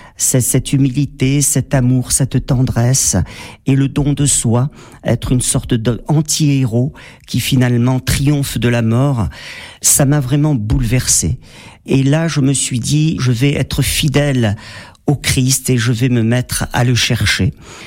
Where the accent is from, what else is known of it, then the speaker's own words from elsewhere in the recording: Saint-Paul-Trois-Châteaux, Auvergne-Rhône-Alpes, France; born there; also born or lived in Montélimar / Millau; Oui, je suis né à Saint-Paul-Trois-Châteaux. J'ai vécu 8 ans à Montélimar et après on est allé à Millau dans l'Aveyron.